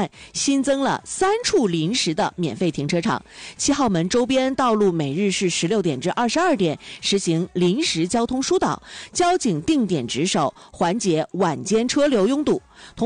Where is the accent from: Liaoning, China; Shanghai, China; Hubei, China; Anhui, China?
Liaoning, China; Dalian; 用咱大连的本土方言形容叫撇了撇了的